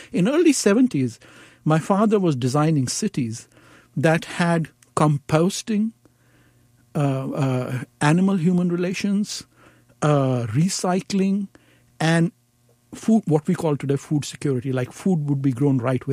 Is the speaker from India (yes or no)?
yes; Chandigarh, India; I sort of wore Chandigarh like an albatross around my neck, like I'm from Chandigarh and modernism.